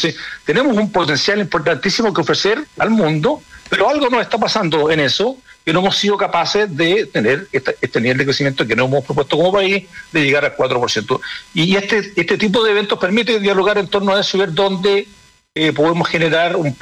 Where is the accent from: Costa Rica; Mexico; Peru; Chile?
Chile; porque uno se imagina siempre que como chilenos vamos a hacer cosas medias mal terminadas.